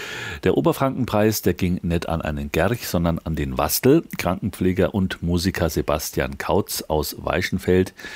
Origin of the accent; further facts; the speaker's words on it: Bavaria, Germany; Selbst als Franke